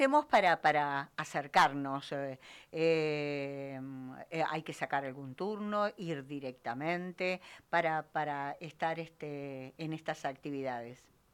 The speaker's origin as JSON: {"language": "Spanish", "region": "Entre Ríos", "country": "Argentina", "moved": "yes", "lives_now": "Río Gallegos, Argentina", "said": "Cuando yo vine de Entre Ríos acá a Río Gallegos era por carta la comunicación."}